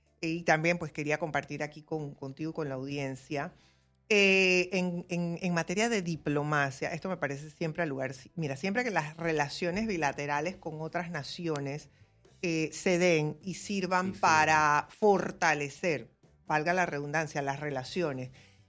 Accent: Panama

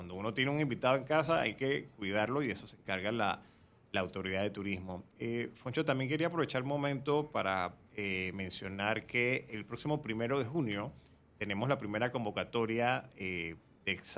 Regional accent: Panama; como panameños todos debemos ser guías

